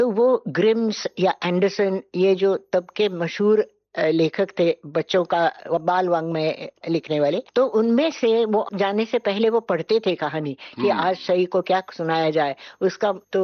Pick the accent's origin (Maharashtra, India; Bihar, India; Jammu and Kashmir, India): Maharashtra, India; Pune; also born or lived in Lucknow; हाँ, पुणे आ गई और नाना के पास, मतलब अपने पिता के पास, मेरे नाना अप्पा हम कहते थे। और तब से मैं उनकी छत्र छाया में पली बड़ी